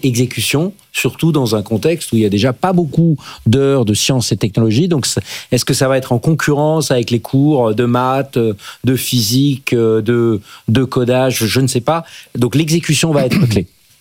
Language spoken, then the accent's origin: French; France; chez nous en France